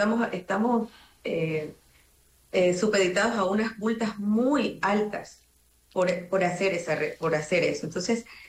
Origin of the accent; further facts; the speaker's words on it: Manabí, Ecuador; yo soy de Manabí.